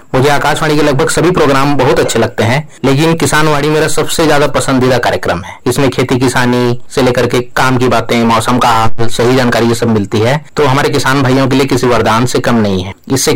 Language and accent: Hindi; Raigarh, Chhattisgarh, India; मैं रायगढ़ का रहने वाला हूं